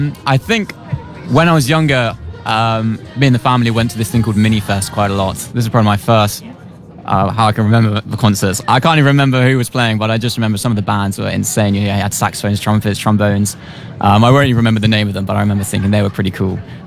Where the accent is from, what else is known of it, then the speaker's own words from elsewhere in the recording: London, United Kingdom; Yeah, I'm from Streatham, yeah.